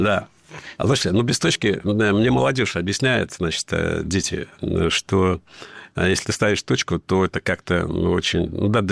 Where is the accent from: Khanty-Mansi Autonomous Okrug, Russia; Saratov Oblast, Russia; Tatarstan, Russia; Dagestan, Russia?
Dagestan, Russia; В России я дагестанец, а в мире я русский.